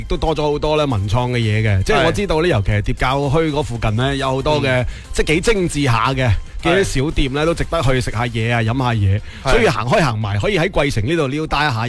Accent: Guangdong, China; 即系潮汕人，即系我哋广东人嘅其中一种乡情嘅，

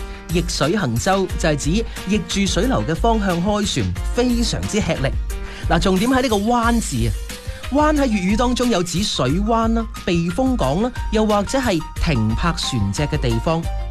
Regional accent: Guangdong, China; 我哋广东人好务实、好拼搏嘅精神。

